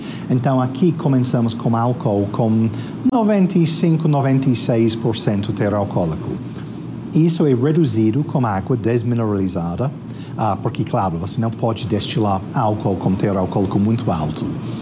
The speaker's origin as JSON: {"language": "Portuguese", "region": "England", "country": "United Kingdom", "second_language": "Portuguese", "lives_now": "Brazil", "said": "Eu sou inglês e, claro, todos os ingleses são apaixonados por gin. E gin sempre foi meu destilado favorito. Então, em 2019, eu decidi, eu vou começar a fazer gin aqui no Brasil."}